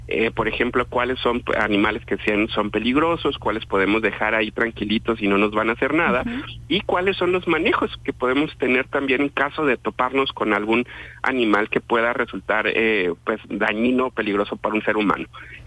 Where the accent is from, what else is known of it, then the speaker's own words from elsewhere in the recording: Mexico; lo que tenemos como mexicanos, este orgullo de ser el país con más reptiles del mundo